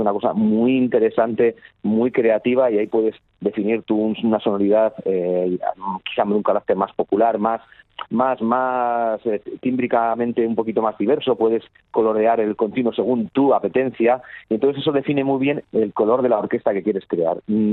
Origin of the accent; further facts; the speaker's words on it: Basque Country, Spain; yo soy del País Vasco y entonces la música tradicional de aquí, del País Vasco y del Pirineo, para nosotros tiene una importancia muy grande